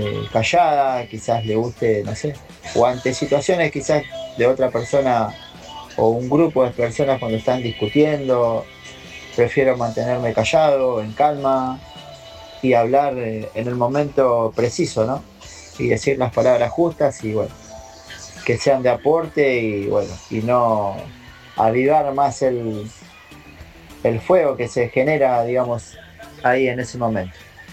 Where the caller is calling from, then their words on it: Ciudad Evita, Buenos Aires Province, Argentina; soy de Ciudad Evita.